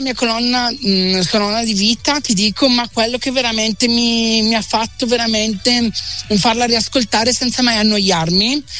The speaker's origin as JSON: {"language": "Italian", "town": "Naples", "region": "Campania", "country": "Italy", "said": "Ma di più, amore, io proprio napoletano, cucciolo."}